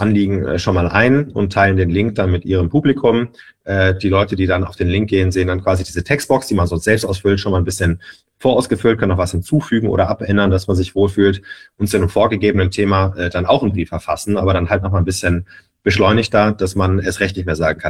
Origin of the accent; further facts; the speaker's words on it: Duisburg, North Rhine-Westphalia, Germany; moved away; ich komme aus Duisburg